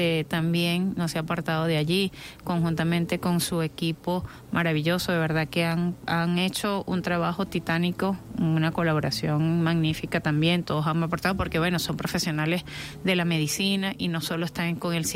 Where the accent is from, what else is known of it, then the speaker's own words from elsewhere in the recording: Venezuela; esta gran hermandad que somos los venezolanos